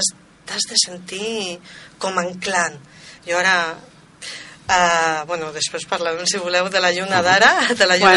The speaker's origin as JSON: {"language": "Catalan", "town": "Barcelona", "region": "Catalonia", "country": "Spain", "tie": "born there", "also_born_or_lived": "Sant Esteve Sesrovires", "moved": "as an adult", "said": "jo sóc de Barcelona, de fet, vaig néixer a Barcelona"}